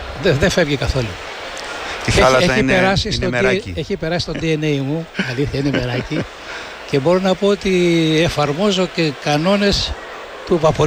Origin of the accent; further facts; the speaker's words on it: Syneti, South Aegean, Greece; Και εγώ μία από τα ίδια, από το ίδιο χωριό είμαστε. Στο Συνετή μεγάλωσα. Και εγώ βλέπω θάλασσα. Η θάλασσα είναι κοντά μας. Πολύ κοντά μας.